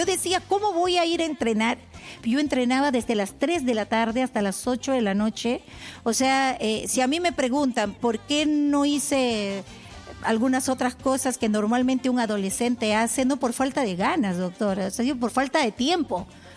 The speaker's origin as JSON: {"language": "Spanish", "town": "Flor de Punga", "region": "Loreto", "country": "Peru", "tie": "born there", "also_born_or_lived": "Iquitos / Lima", "moved": "yes", "said": "yo he vivido solo 6 años en Iquitos. Yo he vivido más en mi pueblo, en Flor de Punga, que está a 2 días y medio en lancha y a 16 horas en rápido. Y 9 meses en el pueblo y 3 meses aquí en Lima."}